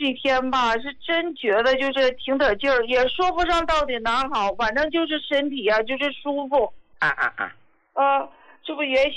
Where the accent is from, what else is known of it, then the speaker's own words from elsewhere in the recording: Daqing, Heilongjiang, China; 胡老师啊，我是大庆的。